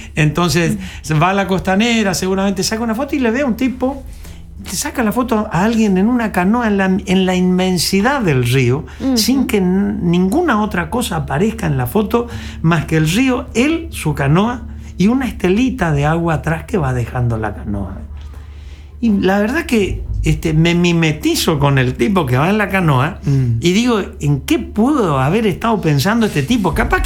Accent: Burucuyá, Corrientes, Argentina; en mi infancia yo viví en Burucuyá

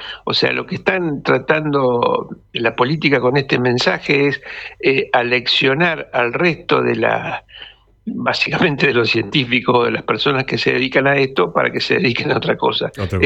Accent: Entre Ríos, Argentina; Yo soy de Entre Ríos, tenemos la provincia con menos regulaciones

